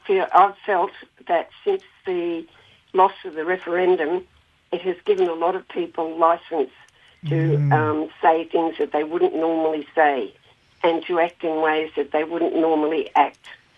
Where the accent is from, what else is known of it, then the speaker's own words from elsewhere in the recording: New South Wales, Australia; now in Gippsland, Australia; I'm Wiradjuri from New South Wales, and I live and work on Gunai Kurnai country in Gippsland.